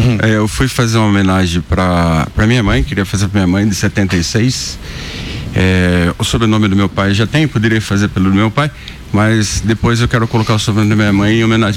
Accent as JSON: {"language": "Portuguese", "town": "Capivari", "region": "São Paulo", "country": "Brazil", "tie": "born there", "also_born_or_lived": "Ribeirão Preto", "moved": "yes", "lives_now": "Sorocaba, Brazil", "said": "Na realidade eu nasci em Capivari, minha esposa nasceu em Itu. Ficamos 20 anos para Ribeirão Preto. Nós voltamos também em Sorocaba agora."}